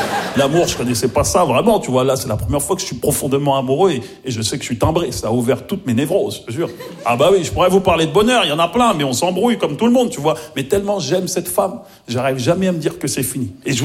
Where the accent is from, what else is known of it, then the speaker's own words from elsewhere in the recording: Maisons-Alfort, Île-de-France, France; Non, c'est pas facile, parce que j'ai grandi à Maison Alpha, en plus, tu vois, dans le 9-4, tu vois, j'ai grandi...